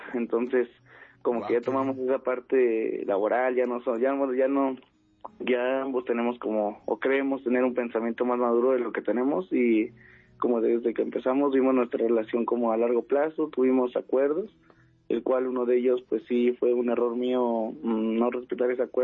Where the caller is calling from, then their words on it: Acolman, State of Mexico, Mexico; Soy aquí de Acolman, Estado de México.